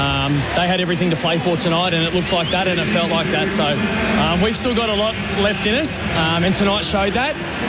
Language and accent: English; Queensland, Australia; as a Queenslander